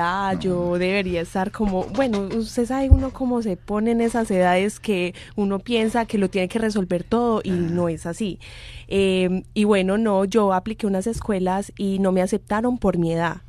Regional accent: Don Matías, Antioquia, Colombia

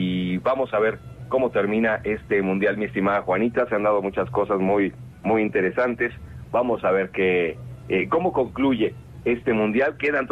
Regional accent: Mexico; Yo como mexicano reconozco que Argentina tiene un enorme equipo.

